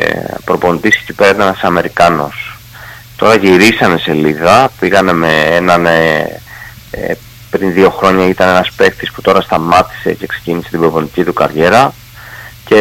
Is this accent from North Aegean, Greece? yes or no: yes; Samos, North Aegean, Greece; now in Chalcis, Greece; γιατί είμαι και από νησί, είμαι από τη Σάμο.